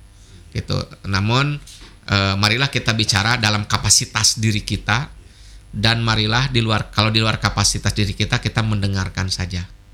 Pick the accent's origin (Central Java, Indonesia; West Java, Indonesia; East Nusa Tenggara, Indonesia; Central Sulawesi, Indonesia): West Java, Indonesia; Sumedang; born there; Kelahiran Sumedang saya.